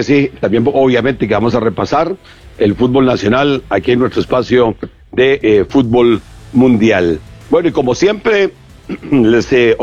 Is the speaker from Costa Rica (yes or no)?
yes; San José, Costa Rica; aquí en mi pueblo, que identifica a nuestro pueblo San Miguel, que es el distrito segundo del cantón tercero de la provincia de San José.